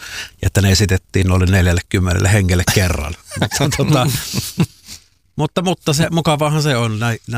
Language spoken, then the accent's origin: Finnish; Joensuu, North Karelia, Finland; also born or lived in Helsinki / Espoo; now in Turku, Finland; Mä oon siis Joensuusta lähtöisin, sieltä Helsinkiin, sieltä Espoossa ja nyt Turkuun, niin vahvasti niin kuin länteen mennään.